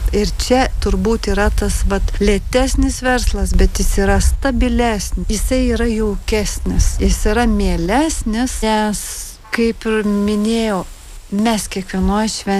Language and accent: Lithuanian; Samogitia, Lithuania; now in Zarasai, Lithuania; Ir pavyzdžiui, Zarasuose dabar tikrai vat, nu, visi mane žino, kad aš esu žemaitė.